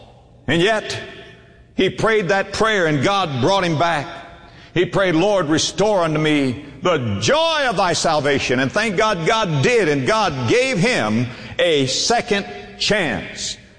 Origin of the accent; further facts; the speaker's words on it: Florida, United States; I was raised in Florida.